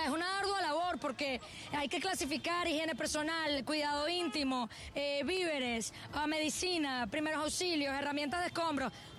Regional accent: Venezuela; now in Honduras; soy venezolana y también soy hondureña

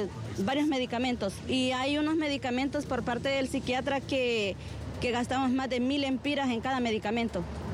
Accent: San Pedro Sula, Cortés, Honduras; Pues yo vengo de acá de San Pedro Sula.

